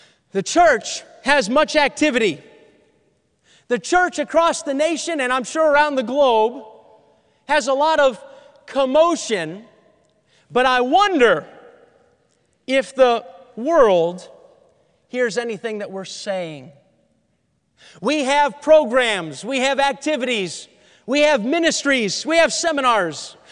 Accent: New England, United States; also born or lived in New York / Maine / New Hampshire; Before I moved to Ohio, I grew up in New England. I love New England. I live in Ohio now, but I love growing up in New England. I was born in New York.

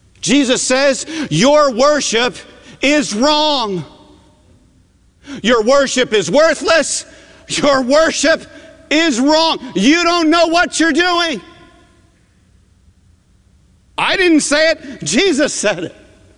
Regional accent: Northeast, United States; I came from the Northeast, and in the Northeast, many worshiped in hushed, hallowed settings, and the preacher wears a robe.

